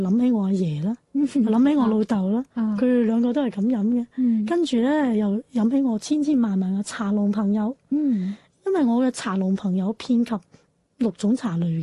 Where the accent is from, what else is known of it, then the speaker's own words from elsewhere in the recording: Guangzhou, Guangdong, China; 我广州人嚟嘅，